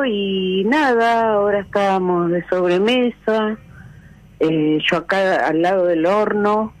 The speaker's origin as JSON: {"language": "Spanish", "region": "Buenos Aires", "country": "Argentina", "tie": "born or raised there", "said": "Y nací en Floresta, en Avellaneda y Concordia, que había un sanatorio."}